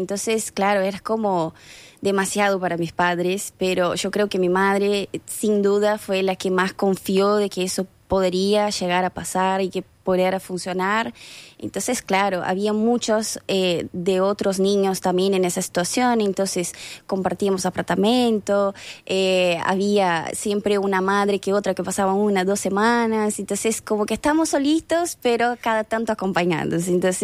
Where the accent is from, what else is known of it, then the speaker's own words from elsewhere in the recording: Ourinhos, São Paulo, Brazil; yo soy del interior de São Paulo, Ourinhos, una ciudad bien chiquita, entonces había solo una escuela municipal donde uno empieza solo a los 7 años.